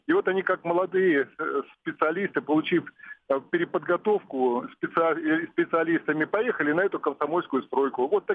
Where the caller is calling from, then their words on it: Saint Petersburg, Russia; Санкт-Петербург.